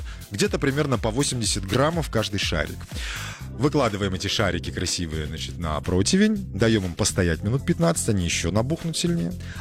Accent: Ural, Russia; А я с Урала, парень.

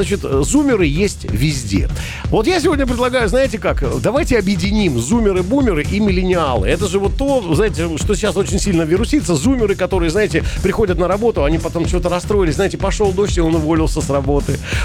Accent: Rostov-on-Don, Rostov Oblast, Russia; в Ростове у нас так вот, ну, своеобразно мы шутим. Вот, мы очень громко, темпераментно разговариваем.

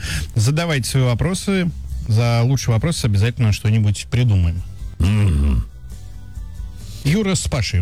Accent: Nizhny Novgorod, Nizhny Novgorod Oblast, Russia; Я из Нижнего Новгорода, и мы бронировали зал в загородном клубе еще в апреле месяце.

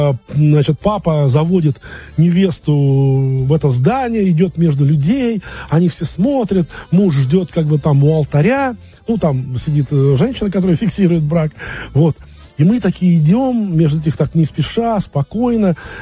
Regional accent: Budyonnovsk, Stavropol Krai, Russia; террористы захватили большое количество, практически больше 2000 заложников в городе Буденновске, в моем родном городе.

